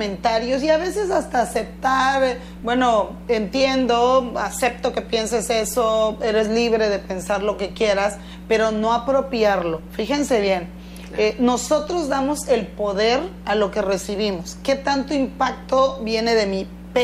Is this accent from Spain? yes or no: no; Tabasco, Mexico; soy de Tabasco.